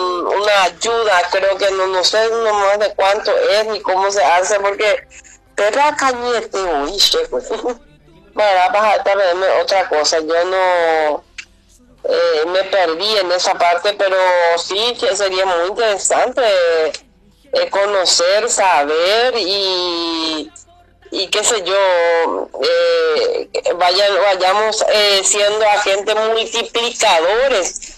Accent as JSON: {"language": "Spanish", "country": "Paraguay", "said": "Que somos bien paraguayos y que estamos acá"}